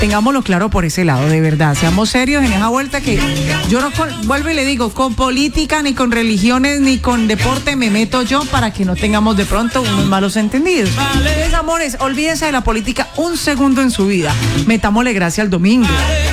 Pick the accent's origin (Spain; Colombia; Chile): Colombia; como colombianos lo tenemos.